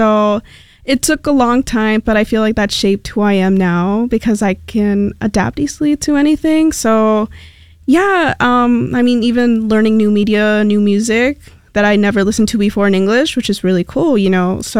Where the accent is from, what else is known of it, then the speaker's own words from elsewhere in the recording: Louisiana, United States; English is a second language; Growing up in Louisiana, I went to an international school. So it was really only speaking Spanish.